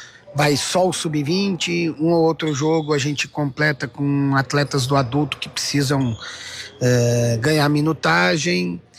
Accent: Rio Grande do Sul, Brazil; Nós aqui que somos gaúchos

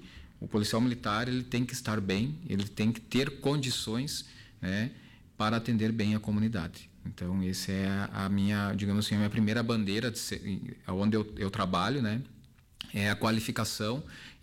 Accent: Arvorezinha, Rio Grande do Sul, Brazil; moved away as an adult; also born or lived in Passo Fundo / Vacaria; now in Soledade, Brazil; Eu sou natural aqui do município vizinho, né, de Soledade, sou natural de Arvorezinho, nasci, me criei ali, e em 2008, aí, quando incluí nas fileiras da Brigada Militar, que mudei para Passo Fundo

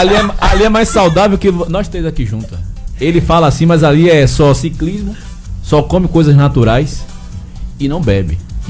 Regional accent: Bahia, Brazil; moved away as an adult; now in Salvador, Brazil; eu sou de uma ligação entre Castro Alves e Ilha de Itaparica. Então eu sou de roça e praia, assim, os dois mundos.

